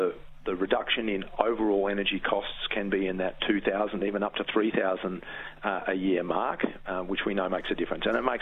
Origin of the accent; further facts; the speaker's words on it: Western Australia, Australia; the Western Australian government in my home state is also doing